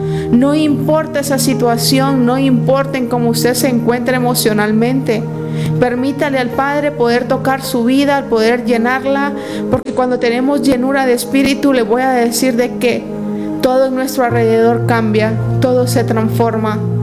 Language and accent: Spanish; Villanueva, Cortés, Honduras; tengo 25 años, vengo de Villanueva Cortés.